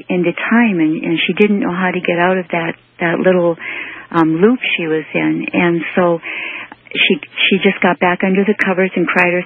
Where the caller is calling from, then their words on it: Michigan, United States; in Upper Michigan.